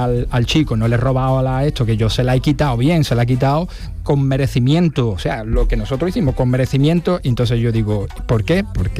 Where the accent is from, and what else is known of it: Andalusia, Spain